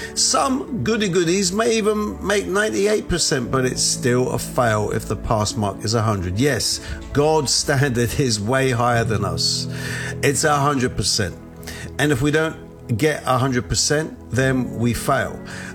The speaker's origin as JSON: {"language": "English", "country": "United Kingdom", "moved": "as an adult", "lives_now": "United States", "said": "I'm a British evangelist who's living in the United States for some 8 years."}